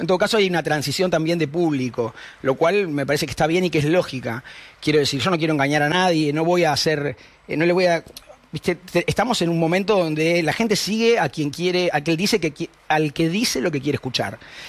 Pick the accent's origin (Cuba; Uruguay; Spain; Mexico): Uruguay; now in Argentina; siendo uruguayo, no podría llegar muy lejos.